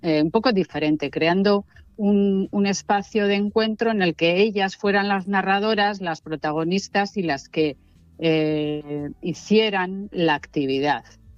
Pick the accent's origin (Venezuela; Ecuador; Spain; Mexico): Spain; Piloña, Asturias; yo soy de Piloña, mi familia es de Piloña